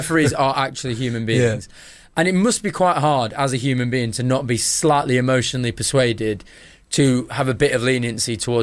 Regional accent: England, United Kingdom; we're English and we're more reserved.

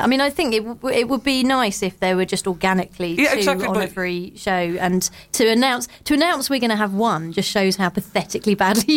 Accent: London, United Kingdom; born there; I was born in London, yes.

